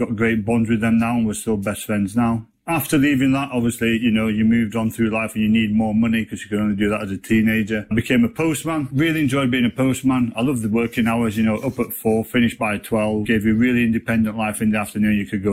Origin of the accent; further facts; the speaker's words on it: Dodworth, Yorkshire and the Humber, United Kingdom; born there; I was born in Dodworth. Dad was a miner.